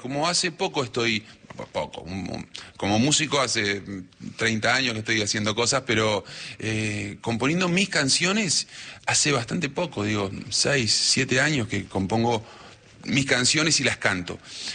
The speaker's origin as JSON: {"language": "Spanish", "town": "Las Peñas", "country": "Argentina", "tie": "born or raised there", "moved": "yes", "lives_now": "Buenos Aires, Argentina", "said": "me crié en Las Peñas y anduve por todos lados ahí. Bueno, la cosa me trajo hasta Buenos Aires"}